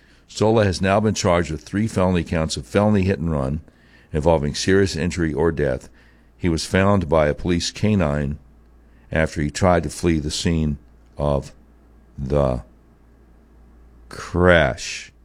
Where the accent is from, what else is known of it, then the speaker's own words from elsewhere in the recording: Charlotte, North Carolina, United States; right up the street from where I grew up in Charlotte